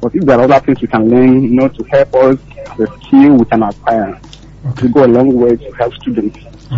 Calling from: Ibadan, Oyo, Nigeria; from the University of Ibadan.

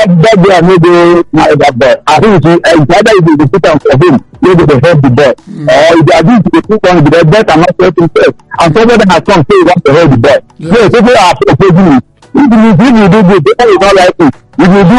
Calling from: Nigeria

